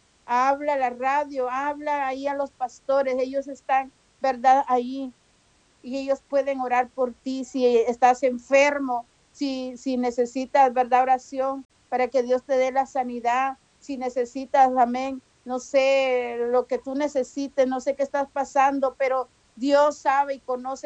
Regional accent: Mazatenango, Suchitepéquez, Guatemala; born there; moved away; Yo soy yo nací en Mazatenango

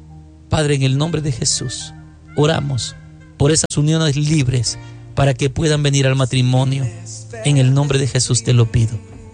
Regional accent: El Salvador; now in United States; yo soy del Salvador, vivo aquí en Estados Unidos

